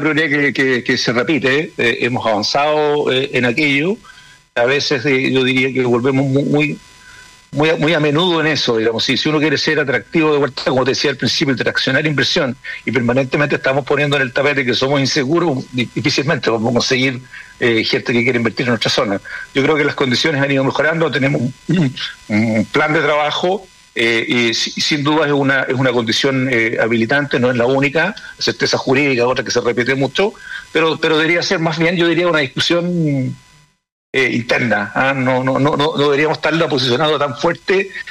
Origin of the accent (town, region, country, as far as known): Chile